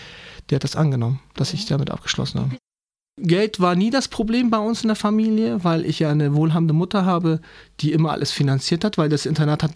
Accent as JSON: {"language": "German", "country": "Turkey", "lives_now": "Germany", "said": "Türkischen Pass habe ich immer noch, habe ich es immer noch nicht abgegeben, weil ich, ist meine Heimat. Hier bin ich zu Hause, aber meine Heimat ist da."}